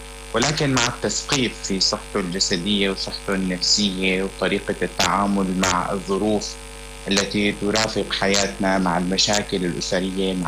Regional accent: Syria

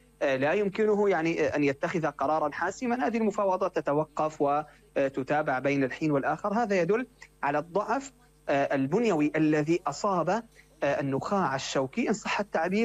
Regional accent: Syria; عندنا في سوريا

